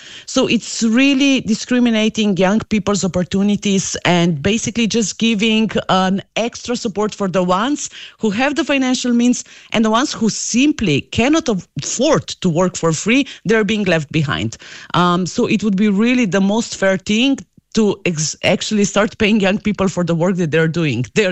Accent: Slovenia; Look, I'm coming from Slovenia. In Slovenia, we banned unpaid internships in 2014.

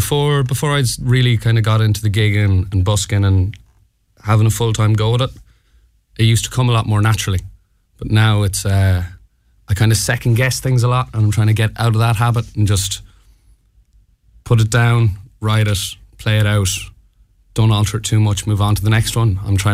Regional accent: Ballinrobe, Connacht, Ireland; I'm from Ballinrobe, County Mayo.

